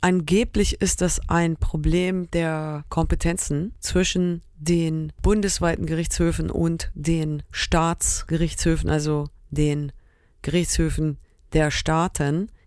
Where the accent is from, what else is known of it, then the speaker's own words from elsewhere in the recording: Germany; born there; Wenn man so prinzipientreu aufgewachsen ist in Deutschland